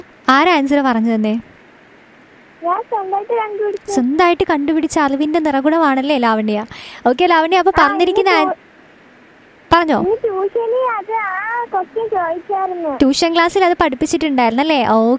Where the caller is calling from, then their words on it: Puthur, Kerala, India; പുത്തൂരിൽ നിന്ന്.